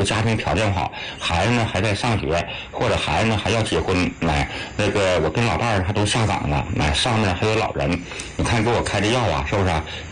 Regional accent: China; 咱们中国人

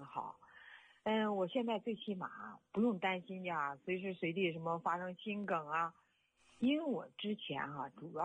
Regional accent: Shijiazhuang, Hebei, China; 我是石家庄的一名退休老师。

